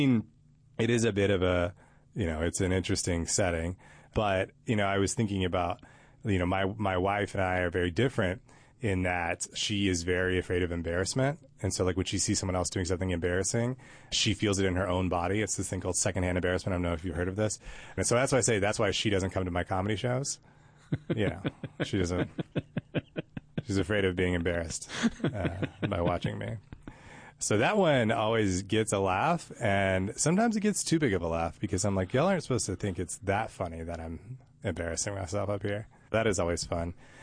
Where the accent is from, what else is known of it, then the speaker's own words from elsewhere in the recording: Tyler, Texas, United States; now in Chattanooga, United States; I grew up in Tyler, Texas, which is 100 miles east of Dallas. So it's a little country, but it's still a city. So it's not like a small town, but we're surrounded by lots of small towns. So I have a lot of small town kind of influence, but have lived in the city.